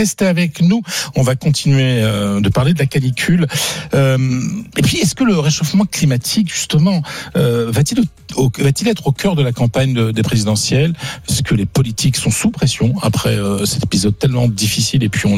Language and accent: French; Hauts-de-France, France; Ça fait toujours plaisir de parler avec un Picard. Voilà, moi, je suis du Pas-de-Calais. Vraiment, la Somme, c'est vraiment pas loin.